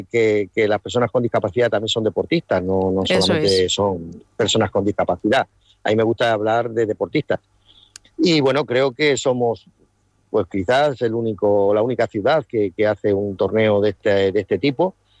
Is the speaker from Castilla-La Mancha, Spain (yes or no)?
yes; Puertollano, Castilla-La Mancha, Spain; somos de Puerto Llano, somos, como decimos, hechos de acero, una ciudad minera.